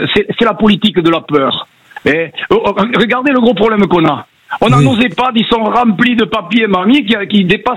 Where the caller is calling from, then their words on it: Beaumont-de-Lomagne, Occitanie, France; Beaumont de Lomagne, dans le Tarn-et-Garonne.